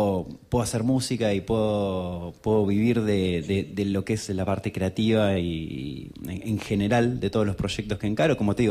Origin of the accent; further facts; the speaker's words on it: Trelew, Chubut, Argentina; born there; moved away as an adult; also born or lived in Buenos Aires; now in Trelew, Argentina; ciudad de Trelew, que viví 20 años en Capital Federal, entonces soy de Trelew, nacido en Trelew, querido en Trelew, pero bueno, me fui a estudiar como le pasa a muchos chicos y chicas que de repente se van para otra ciudad.